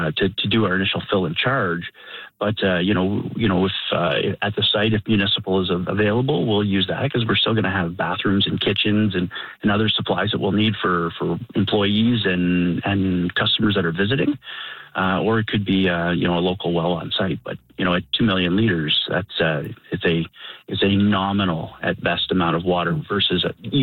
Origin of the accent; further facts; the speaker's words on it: New Brunswick, Canada; I grew up in Brunswick. This is my friends and family live here. I'm not here to hurt the province.